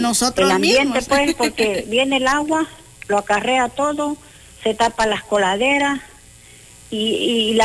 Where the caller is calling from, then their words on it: Mapastepec, Chiapas, Mexico; porque somos de aquí, de Mapastepec